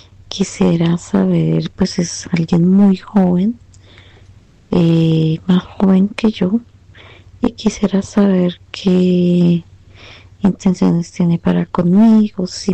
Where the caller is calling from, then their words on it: Mosquera, Cundinamarca, Colombia; Te llamo de Mosquera con Dinamarca.